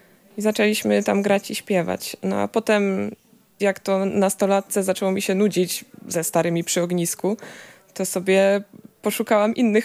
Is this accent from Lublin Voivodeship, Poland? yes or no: no; Opole Voivodeship, Poland; No bo ja się wychowywałam na wsi, w Opolskim.